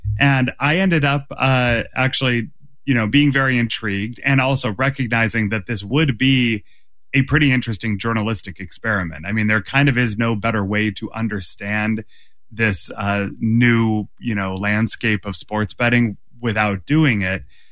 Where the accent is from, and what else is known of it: Massachusetts, United States; born or raised there